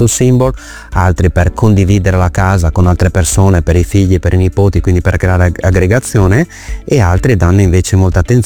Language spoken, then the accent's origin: Italian; Brescia, Lombardy, Italy; now in Verona, Italy; sono bresciano